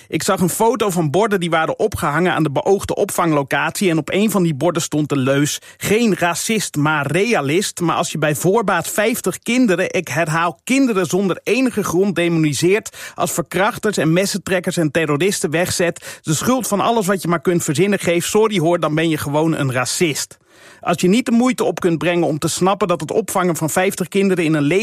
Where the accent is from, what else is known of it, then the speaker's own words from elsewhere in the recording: Netherlands; Maar helaas zijn wij Nederlanders te druk met op het terras zitten.